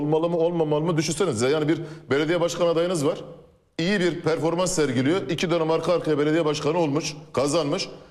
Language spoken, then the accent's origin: Turkish; Hatay, Turkey; Bak bir Hataylı olarak çok tuhafıma gitmiştir.